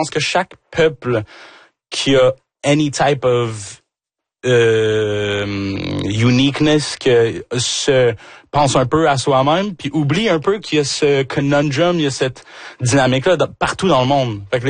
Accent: Rouyn-Noranda, Quebec, Canada; born there; T'sais, moi, je suis Québécois de chez Québécois. Là, je suis né ici, justement, à Rouyn-Noranda.

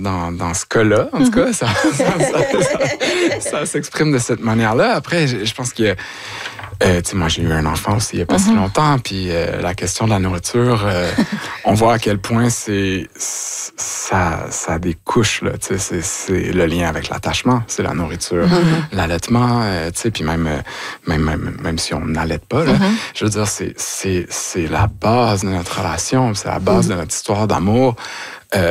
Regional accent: Vaudreuil-Soulanges, Quebec, Canada; moi, je suis retourné dans ma région natale, c'est-à-dire Vaudreuil-Soulanges.

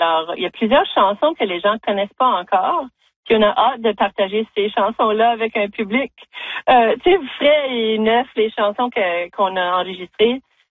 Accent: Manitoba, Canada; born there; moi, j'habite le Manitoba, je suis née au Manitoba, puis je sais que les Manitobains, les francophones de l'Ouest canadien sont très jaloux et jalouses de moi

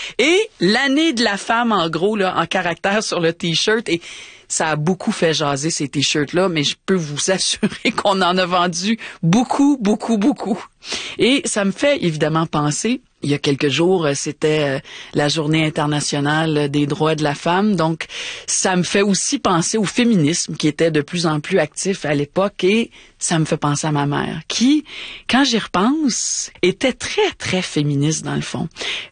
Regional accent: Montreal, Quebec, Canada; elle avait une boutique de vêtements à Villemar, dans le sud-ouest de Montréal, là où j'ai grandi.

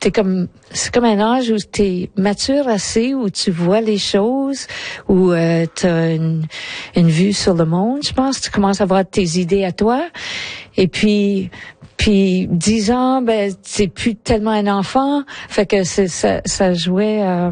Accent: Lille, Hauts-de-France, France; Ouais, ça représente un peu mon enfance à Lille.

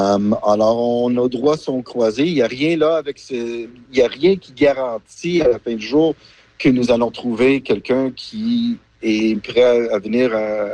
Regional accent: Alberta, Canada; now in Quadra Island, Canada; Comme Quadra, moi, je viens de l'Alberta. Je trouve cette île parmi les plus belles places du monde.

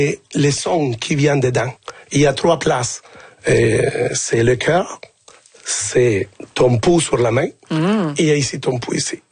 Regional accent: Sherbrooke, Quebec, Canada; Mais je dansais même, moi je viens de la ville de Sherbrooke, et je dansais avec des bottes d'hiver.

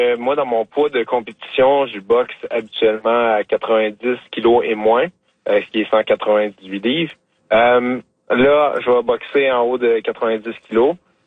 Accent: Saint-Éloi, Quebec, Canada; Non, moi, je suis de Saint-Éloi, Trois-Pistoles.

